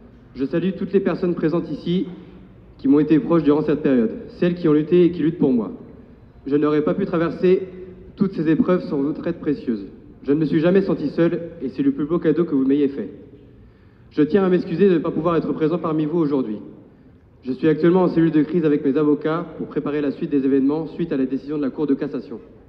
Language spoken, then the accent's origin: French; Italy; Je suis de nationalité albanaise, mais j'ai grandi en Italie, pays où je vis depuis l'âge de 3 ans.